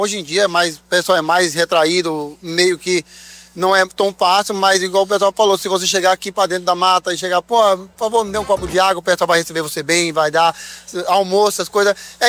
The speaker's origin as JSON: {"language": "Portuguese", "region": "Bahia", "country": "Brazil", "moved": "yes", "said": "eu sou muito grato ao Rio de Contas, né, que é assim chamado, o rio que corta a minha cidade."}